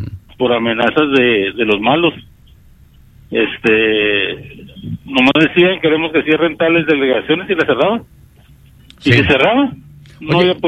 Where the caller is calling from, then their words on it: Mexicali, Baja California, Mexico; Acá de la Baja California, Mexicali, del Valle.